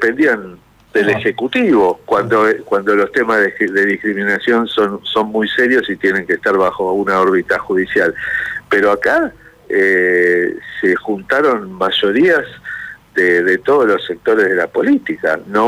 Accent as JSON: {"language": "Spanish", "country": "Argentina"}